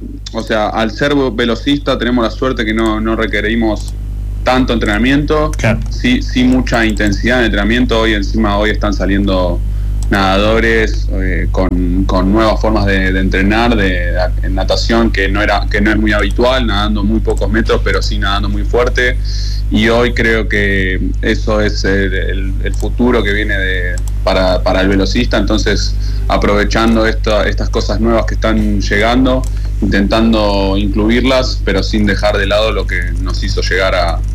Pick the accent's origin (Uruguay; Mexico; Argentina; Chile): Argentina; now in Castellón, Spain